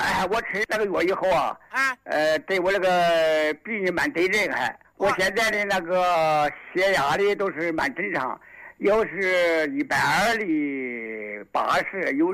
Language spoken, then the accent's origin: Chinese; Shayang, Hubei, China; 我是沙洋县遵义镇。